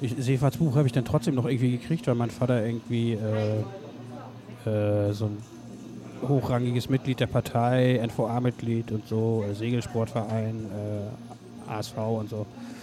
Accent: Ribnitz, Mecklenburg-Vorpommern, Germany; also noch vor der Wende, ne, gab es bei uns in Ribnitz den Sportpalast.

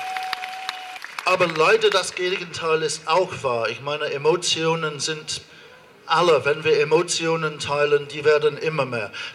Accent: London, United Kingdom; German is a second language; moved away as an adult; now in Germany; ich komme tatsächlich nicht aus Deutschland, ich komme aus London und ich glaube, ich bin da wirklich der einzige englische Opernintendant Deutschlands.

